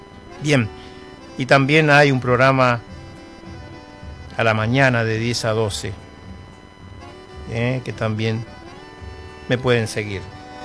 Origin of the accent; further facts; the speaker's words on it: Buenos Aires, Argentina; Yo me crié en Buenos Aires, entre los tangos, rock and roll. Hablo italiano, sí, 9 años con los tanos.